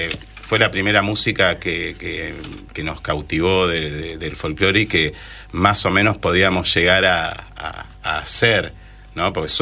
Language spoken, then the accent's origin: Spanish; Buenos Aires, Argentina; Y bueno, y con el tiempo nosotros somos porteños y... Pese que tenemos sangre provinciana, por ejemplo, mis viejos son de Tucumán, nosotros somos porteños, nosotros nos criamos acá.